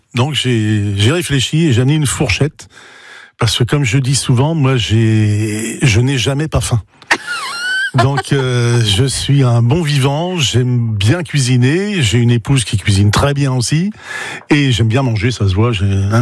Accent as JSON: {"language": "French", "town": "Lille", "region": "Hauts-de-France", "country": "France", "said": "Oui, je suis d'origine lillois. Donc je suis du Nord et apparemment mes frites sont excellentes."}